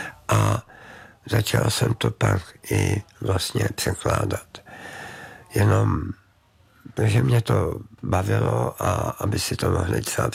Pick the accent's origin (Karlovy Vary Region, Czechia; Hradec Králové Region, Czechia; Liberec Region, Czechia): Karlovy Vary Region, Czechia; Cheb; Já jsem z Chebu, takže a jezdil jsem tam v létě s maminkou